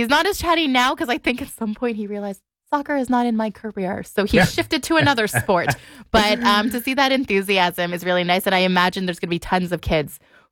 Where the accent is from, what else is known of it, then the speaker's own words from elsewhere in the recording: Toronto, Ontario, Canada; now in Ottawa, Canada; I grew up in the Toronto area, so I'm just like, oh, like, why aren't you there right now? But at the same time, I do love being here in Ottawa